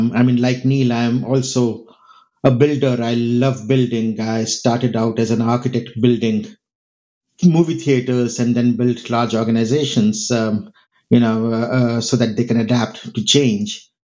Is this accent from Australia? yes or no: no; India; my favorite TV show, I grew up in India, my favorite TV show was watching cars race in the Himalayan car rally.